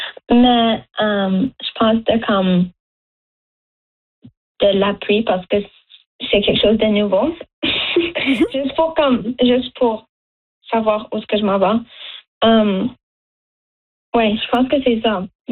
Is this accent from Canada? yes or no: yes; Dartmouth, Nova Scotia, Canada; also born or lived in Chéticamp; même si je viens pas de Chéticamp, ben je viens de Chéticamp, mais je viens de Dartmouth